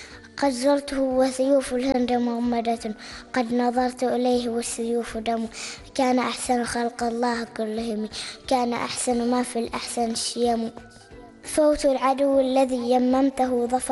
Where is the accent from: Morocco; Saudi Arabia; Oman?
Oman; لأنهم من بلدي عمان الحبيبة